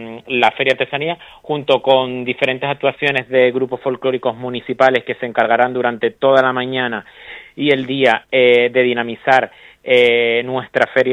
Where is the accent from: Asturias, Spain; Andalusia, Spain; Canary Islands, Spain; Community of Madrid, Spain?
Canary Islands, Spain; Pero yo como canario, para mí este día siempre ha sido muy especial.